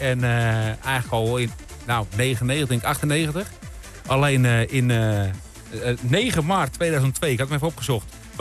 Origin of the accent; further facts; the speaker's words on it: Uithoorn, North Holland, Netherlands; Ik kom natuurlijk uit Uithoren vandaan.